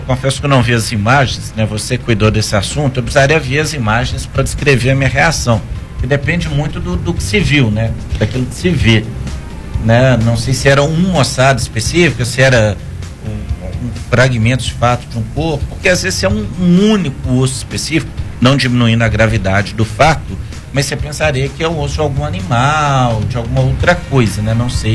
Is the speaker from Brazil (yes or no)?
yes; Ouro Preto, Minas Gerais, Brazil; Eu sou de Ouro Preto